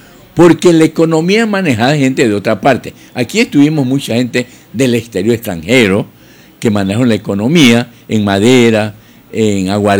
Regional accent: Limones, Esmeraldas, Ecuador; Yo nací en Limones

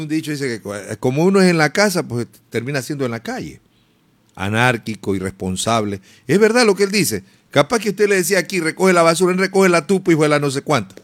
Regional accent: Esmeraldas, Ecuador; born there; yo nací aquí, como la mayoría de los que vivimos.

